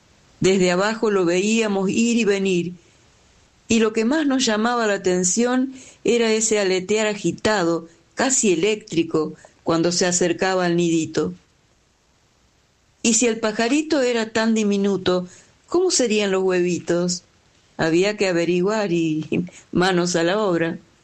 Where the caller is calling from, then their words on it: Santa Fe, Argentina; de Santa Fe.